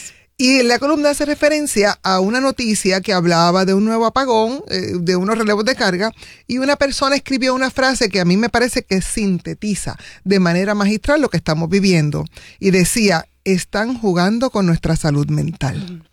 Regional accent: Caguas, Puerto Rico; Yo soy de una urbanización clase media en Caguas

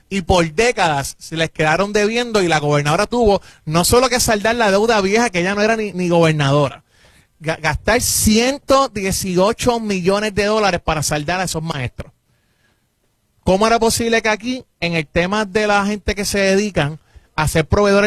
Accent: Puerto Rico; Puerto Rico y nadie le cuestiona su puertorriqueñidad. Yo que soy nacido y criado aquí, solo porque soy hijo dominicano

